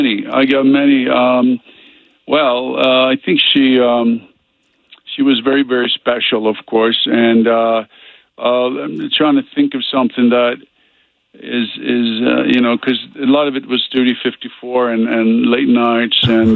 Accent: Stockholm County, Sweden; moved away; my personal journey from Sweden, physical journey, but more so emotional journey, where I grew up outside of Stockholm.

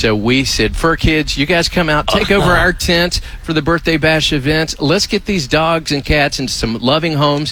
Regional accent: Alabama, United States; born there; I was born in Alabama.

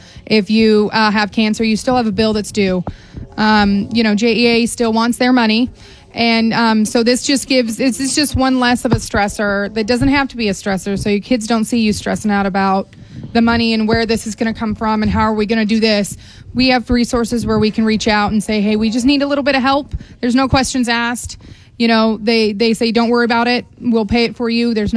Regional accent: San Diego, California, United States; You know, we came from San Diego, we came from California, so we didn't have a lot of family here

